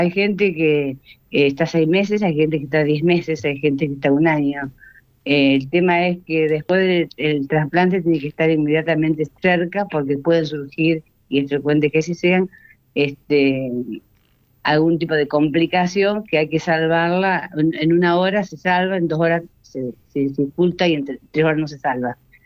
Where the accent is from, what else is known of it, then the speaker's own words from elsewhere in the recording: Leones, Córdoba, Argentina; also born or lived in Marcos Juárez; Somos de Leones, provincia de Córdoba.